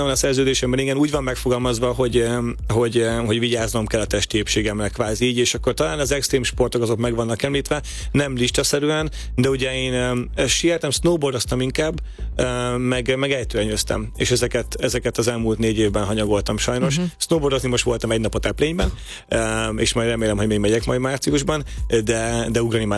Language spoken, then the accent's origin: Hungarian; Hungary; ketten, mint magyar űrhajósok